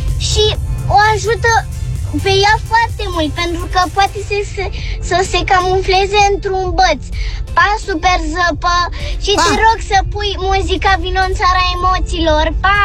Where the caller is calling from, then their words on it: Bucharest, Romania; din București, am 7